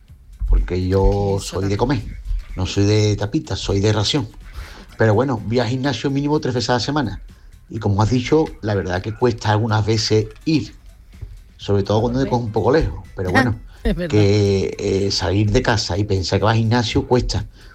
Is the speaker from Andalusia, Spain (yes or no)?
yes; Cádiz, Andalusia, Spain; Hola, Yuyu y compañía … de Cádiz.